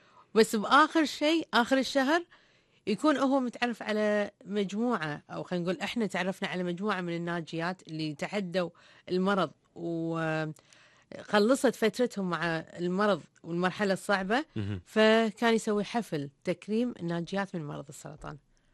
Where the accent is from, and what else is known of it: Kuwait